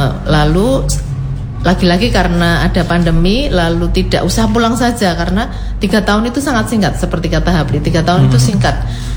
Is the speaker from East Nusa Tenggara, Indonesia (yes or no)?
no; Karanganyar, Central Java, Indonesia; Saya asli Solo. Saya asli Karanganyar.